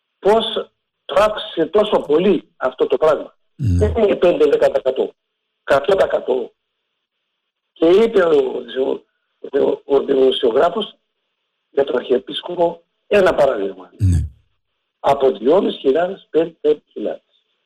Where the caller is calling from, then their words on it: Kallithea, Greece; από Καλυθέα.